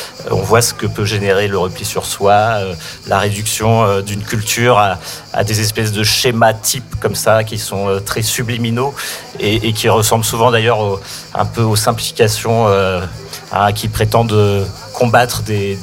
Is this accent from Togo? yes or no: no; Paris, Île-de-France, France; Donc moi j'ai grandi à la Goutte d'Or, donc je faisais partie d'une minorité de la Goutte d'Or, les Blancs, hein, et j'ai eu la chance autour de moi d'avoir plein de couleurs et de saveurs